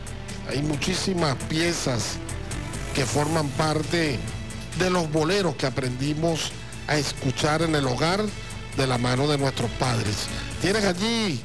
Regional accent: Venezuela

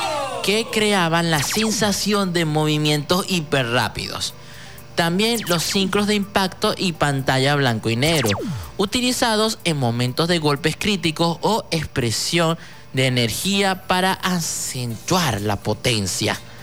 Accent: Venezuela

